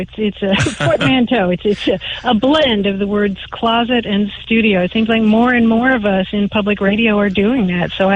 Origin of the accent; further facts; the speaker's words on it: Louisville, Kentucky, United States; I'd had some Latin growing up in Louisville